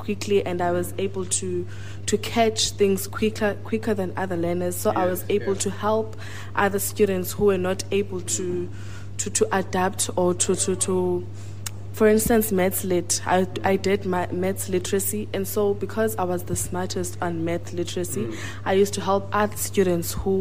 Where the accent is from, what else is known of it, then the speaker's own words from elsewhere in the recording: East London, Eastern Cape, South Africa; now in Cape Town, South Africa; I'm from Eastern Cape. I went to Mzomhle Senior Secondary School in East London, Tanzania, NU1.